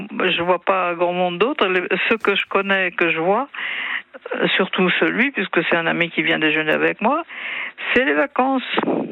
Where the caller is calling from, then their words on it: Bourgogne-Franche-Comté, France; J'habite en Franche-Comté, dans le pays de Montbéliard.